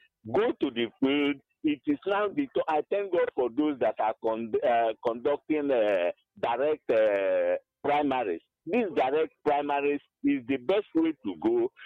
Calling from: Enugu, Enugu State, Nigeria; I'm calling from Enugu.

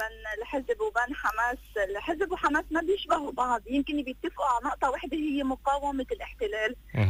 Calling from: Sidon, South Governorate, Lebanon

